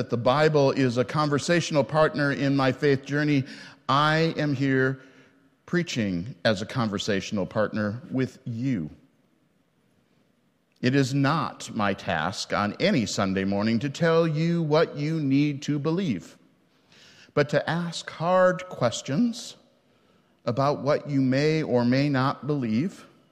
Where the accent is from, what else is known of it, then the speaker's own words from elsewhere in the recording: Alexandria, United States; moved away; the first time I had returned to Alexandria and this pulpit in this church of my childhood.